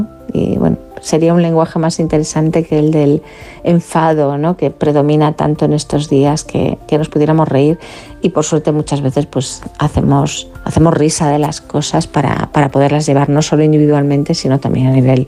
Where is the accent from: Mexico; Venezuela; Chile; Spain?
Spain; Galicia; La ironía, que yo que soy gallega, bueno, respiramos la ironía como parte del idioma, ¿no?